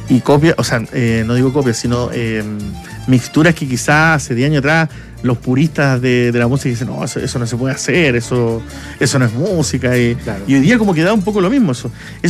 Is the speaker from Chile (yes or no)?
yes; Chile; no, si yo soy chileno